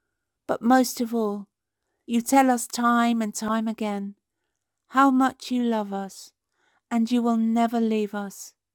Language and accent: English; East of England, United Kingdom; I'm from Cambridgeshire.